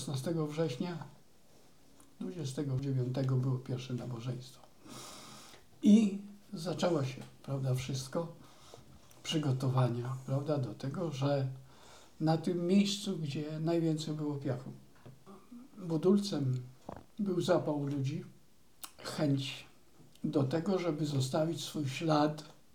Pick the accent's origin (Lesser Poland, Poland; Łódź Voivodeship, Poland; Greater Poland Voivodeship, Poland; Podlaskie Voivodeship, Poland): Podlaskie Voivodeship, Poland; Czyże; moved away; ja w Czyżach się wychowałem